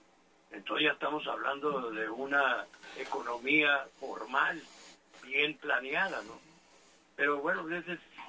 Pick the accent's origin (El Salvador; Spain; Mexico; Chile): Mexico; now in United States; Yo iba como hispano de Estados Unidos, no como mexicano de México.